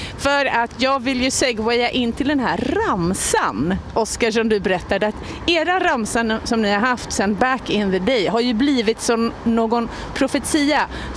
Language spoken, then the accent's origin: Swedish; Upplands Väsby, Stockholm County, Sweden; Jag är från Väsby